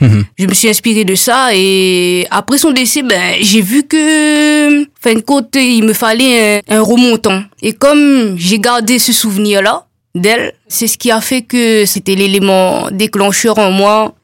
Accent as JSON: {"language": "French", "region": "Réunion", "country": "France", "lives_now": "Toulouse, France", "said": "Je suis originaire de la Réunion."}